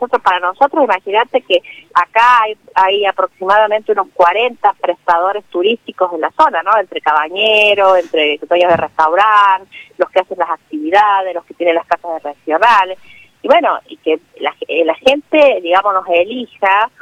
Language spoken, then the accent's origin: Spanish; La Carolina, San Luis, Argentina; yo soy de acá de Carolina, vivo en la Carolina, trabajo acá, tengo mis hijos que están acá